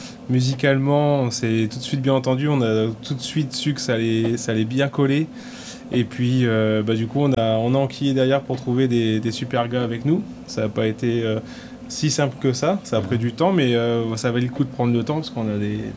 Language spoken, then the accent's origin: French; Verderonne, Hauts-de-France, France; Donc, on vient de Saint-Martin-Longo, mais un petit peu plus précisément de Verderonne.